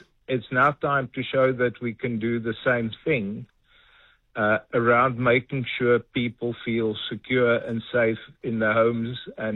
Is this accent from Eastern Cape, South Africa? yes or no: no; Gauteng, South Africa; I come from Gauteng